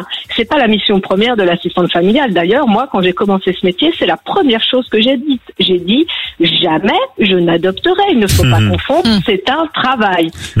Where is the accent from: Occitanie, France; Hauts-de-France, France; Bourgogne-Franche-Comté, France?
Hauts-de-France, France; Je viens de l'Aisne.